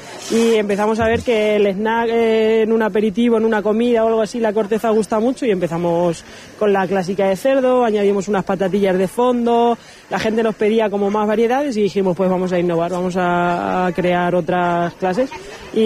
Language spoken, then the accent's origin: Spanish; Almagro, Castilla-La Mancha, Spain; Somos de Almagro, estamos a 22 kilómetros, venimos casi todos los años